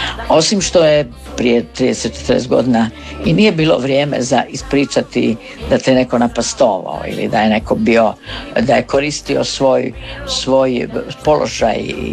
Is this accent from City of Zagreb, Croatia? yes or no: yes; Zagreb, City of Zagreb, Croatia; jer ja sam rođena u Zagrebu, ja sam rođena na periferiji Zagreba, ja sam Zagreb proživjela na periferiji, jedno od najljepših djetinjstva što možete zamisliti.